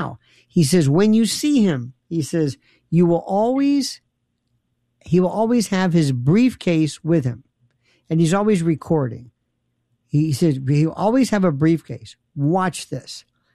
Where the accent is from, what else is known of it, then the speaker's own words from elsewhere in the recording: Tampa, Florida, United States; I was born in Tampa, and we have a huge Cuban population